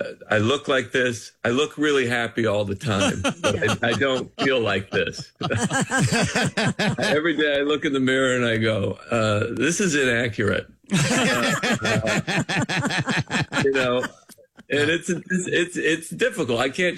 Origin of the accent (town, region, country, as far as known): Idaho, United States